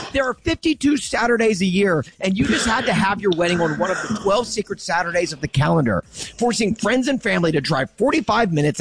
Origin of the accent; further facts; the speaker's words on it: Nashville, Tennessee, United States; And maybe, look, I grew up in Nashville, okay?